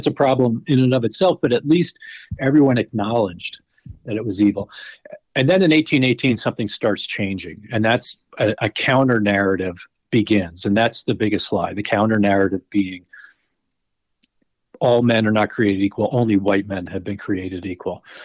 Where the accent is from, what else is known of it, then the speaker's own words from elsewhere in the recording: Charleston, South Carolina, United States; there's a supposed slave insurrection in Charleston, South Carolina, my hometown.